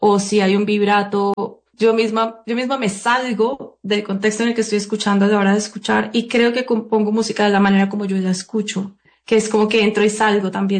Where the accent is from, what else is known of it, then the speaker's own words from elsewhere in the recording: Cali, Valle del Cauca, Colombia; moved away as an adult; also born or lived in Birmingham, England; la nostalgia que me dio como de Cali, de Colombia, era dolorosísima